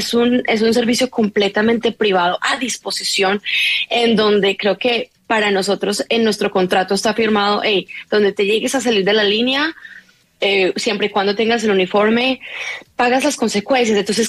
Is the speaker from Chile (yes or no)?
no; Colombia; por ser colombiana y bella